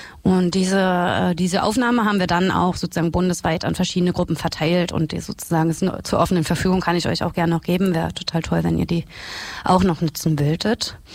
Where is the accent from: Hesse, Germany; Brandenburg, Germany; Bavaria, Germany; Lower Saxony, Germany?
Brandenburg, Germany; moved away as an adult; now in Salzwedel, Germany; ich bin seit 4-5 Jahren in der Gegend, bin eigentlich Brandenburgerin und bin aber auch in so einer kleinen Stadt wie diese hier aufgewachsen.